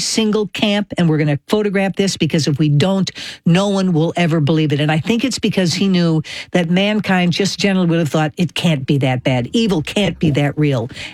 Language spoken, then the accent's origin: English; Mid-Atlantic, United States; accent: mid-Atlantic; I do. I have a mid-Atlantic accent.